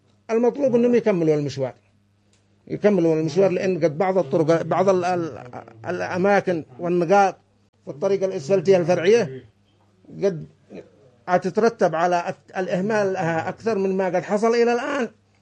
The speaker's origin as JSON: {"language": "Arabic", "area": "Bani Matar", "region": "Sana'a Governorate", "country": "Yemen", "said": "في ساحتنا في بلادنا في الحدب بني مطر، وبالتحديد في هذه القرية في قرية القرعة."}